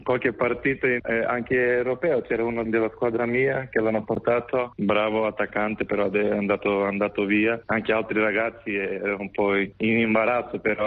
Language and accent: Italian; North Macedonia; Italian is a second language; moved away as an adult; now in Italy; quando sono arrivato in Italia, la Macedonia non è che la conoscevano tanti. Poi ho fatto 20 anni qua in Italia